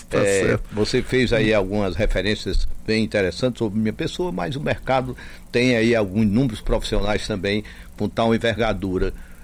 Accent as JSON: {"language": "Portuguese", "town": "Icó", "region": "Ceará", "country": "Brazil", "tie": "born there", "also_born_or_lived": "Brasília", "moved": "as an adult", "said": "Não, nasci no Icó."}